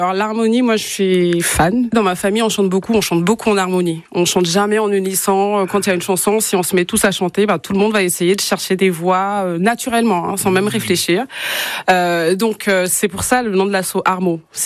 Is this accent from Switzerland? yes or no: no; Madagascar; now in Orléans, France; Parce qu'à Madagascar, on chante tout le temps.